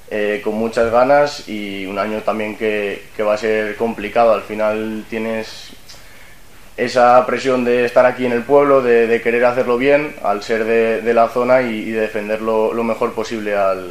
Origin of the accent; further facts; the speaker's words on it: Salamanca, Castile and León, Spain; born there; yo al final siempre he estado viviendo en Salamanca